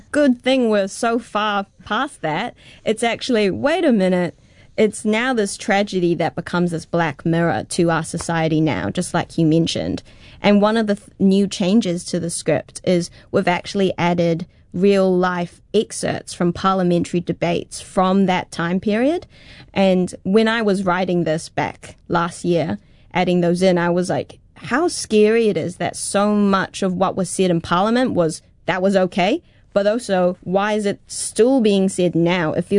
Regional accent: Tamaki, Auckland, New Zealand; my parents migrated here from Malaysia about 39 years ago, and so I was born and raised in Tamaki.

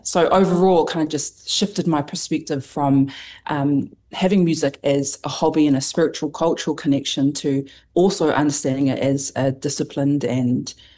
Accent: Palmerston North, Manawatū-Whanganui, New Zealand; So, you know, I grew up in Palmerston North End. I attended the Christian Church of Samoa, was basically born into it. And so singing hymns, traditional Samoan songs, that was the norm growing up as far back as I can remember.

